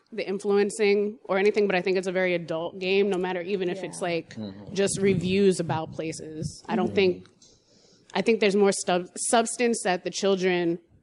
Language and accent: English; New York, United States; I'm from New York.